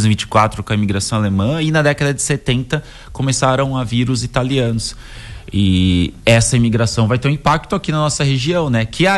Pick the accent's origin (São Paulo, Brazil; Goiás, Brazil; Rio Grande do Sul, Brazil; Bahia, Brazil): São Paulo, Brazil; pessoa que migra, eu sou migrante, vim de São Paulo.